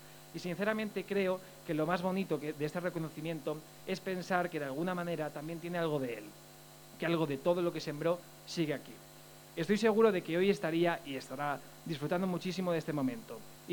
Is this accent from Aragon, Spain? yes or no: no; Miguelturra, Castilla-La Mancha, Spain; Yo vengo de Miguel Turra, de la Torre Gorda, de mi familia, de mis amigos, de este barrio, de este pueblo.